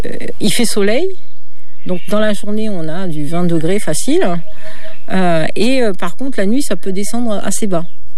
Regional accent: Occitanie, France; chez nous en Cévennes

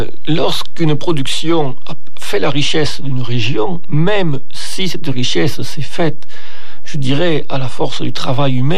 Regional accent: Occitanie, France; Donc la seule filature de soie fonctionnant actuellement en Europe communautaire se trouve chez nous, en France, dans les Cévennes.

